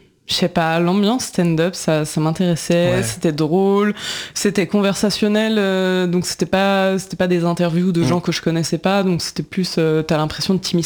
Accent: Thonon-les-Bains, Auvergne-Rhône-Alpes, France; Bah, Thonon-les-Bains, mais je sais pas.

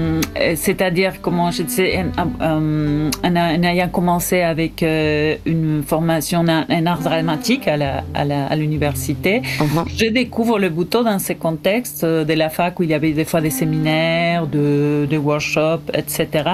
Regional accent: Entre Ríos, Argentina; born or raised there; also born or lived in Córdoba

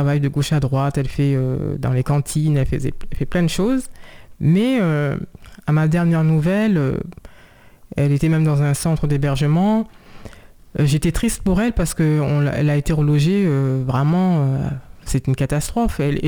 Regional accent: Saint-Cloud, Île-de-France, France; born there; en tant que citoyenne française, parce que je suis née en France, à Saint-Cloud, dans les Hauts-de-Seine.

